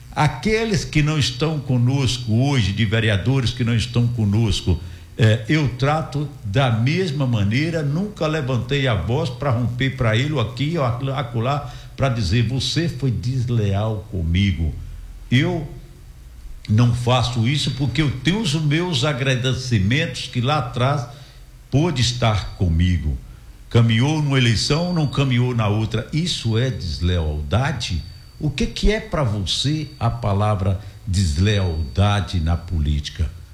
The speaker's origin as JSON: {"language": "Portuguese", "town": "Guanambi", "region": "Bahia", "country": "Brazil", "said": "o povo da minha terra"}